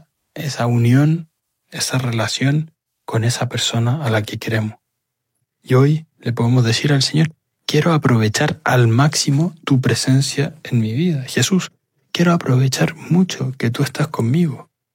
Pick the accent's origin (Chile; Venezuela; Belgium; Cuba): Chile; moved away; Esa alegría que en mi país se dice, entre comillas, guatita llena, corazón contento.